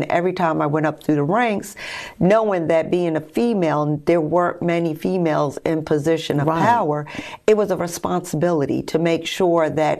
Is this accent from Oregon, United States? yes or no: no; Union, New Jersey, United States; moved away as an adult; also born or lived in Richmond, Virginia / Portsmouth, Virginia / Lexington, Virginia; now in Florence, United States; So, born and raised in New Jersey, Union, New Jersey, for those fellow New Jerseyans that know a little bit about New Jersey. So, born and raised in Jersey, and then came down to Richmond, Virginia in about 2001 to be a police officer.